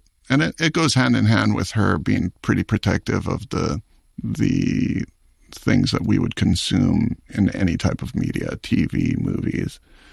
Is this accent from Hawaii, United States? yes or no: yes; Hawaii, United States; born or raised there